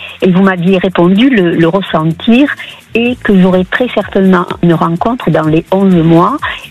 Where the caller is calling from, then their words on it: Occitanie, France; Alors je vous appelle de l'Aude.